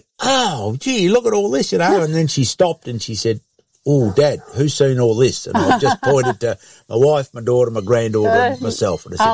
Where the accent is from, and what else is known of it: Bairnsdale, Victoria, Australia; moved away as an adult; now in White Cliffs, Australia